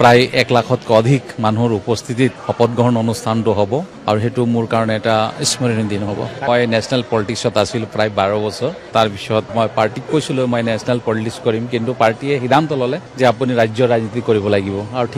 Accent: Assam, India; মই নিজকে এজন অসমীয়া হিচাপে পৰিচয় দি ভাল পাওঁ আৰু মই এজন অসমীয়া হিচাপে সকলো জাতি জনগোষ্ঠীৰ কাৰণে কাম কৰিম।

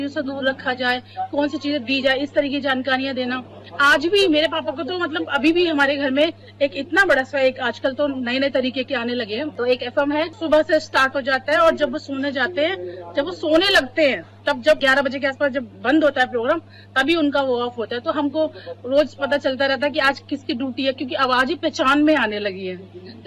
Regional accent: Bareilly, Uttar Pradesh, India; और मैं बरेली की रहने वाली हूँ।

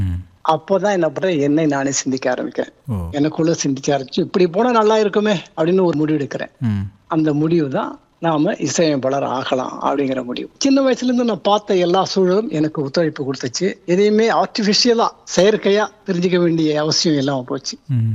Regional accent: Thanjavur district, Tamil Nadu, India; நானும் அருமையான கிராமத்துல தான் பிறந்தேன், தஞ்சை மாவட்டம், அங்கதான் பிறந்தேன்.

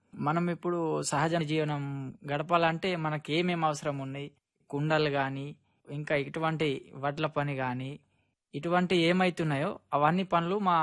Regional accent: Dubarpet, Telangana, India; also born or lived in Hyderabad; మా ఊరు దుబార్పేట మేడం, ఇచ్చోడ మండలం, ఆదిలాబాద్ జిల్లా. నేను 10వ తరగతి మా ఇచ్చోడ మండలం గురుకులంలో చదువుకున్నాను మేడం. ఇంటర్మీడియట్ ఇక్కడ ఆదిలాబాద్ ఆర్జేసీ లో చదువుకున్నాను.

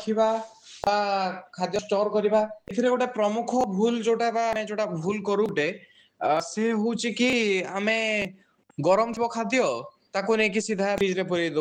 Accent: Mayurbhanj, Odisha, India; ମୁଁ ମୟୂରଭଞ୍ଜର ବାସିନ୍ଦା, ବର୍ତ୍ତମାନ ମୁଁ ଆସାମ ବିଶ୍ୱବିଦ୍ୟାଳୟରେ ଶିକ୍ଷା ବିଭାଗ ଛାତ୍ର।

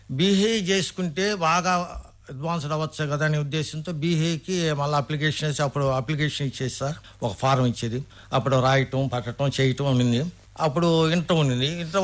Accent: Nellurupalli Kothapalem, Andhra Pradesh, India; నాది నెల్లూరు జిల్లాలో కోట మండలం నెల్లూరుపల్లి కొత్తపాలెం సార్.

